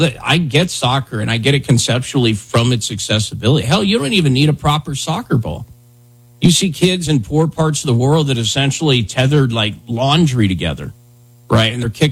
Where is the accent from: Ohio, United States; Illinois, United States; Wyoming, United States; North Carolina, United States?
Wyoming, United States; moved away; Well, no, I'm from Wyoming.